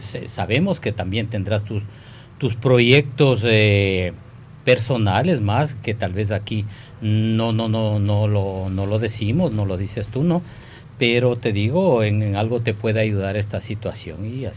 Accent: Ecuador; now in Belgium; aquí hay fiestas que hacemos los ecuatorianos

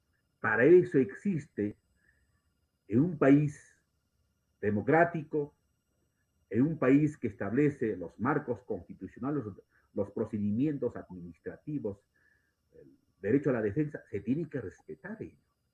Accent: Peru; first language Quechua; Spanish is a second language; yo soy el quechohablante, pero nací en Merima, yo soy quechohablante, ¿no? Hablo mejor quechua que castellano, estimado periodista.

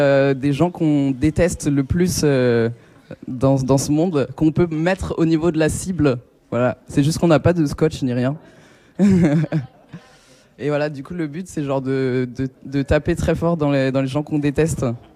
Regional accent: Strasbourg, Grand Est, France; une bière météore parce qu'on vient d'Alsace. Voilà. Capitale de Noël. On vient de Strasbourg.

